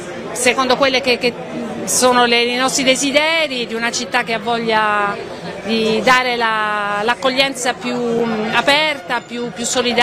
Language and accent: Italian; Taranto, Apulia, Italy; io sono di Taranto, quindi ci speravo che fosse così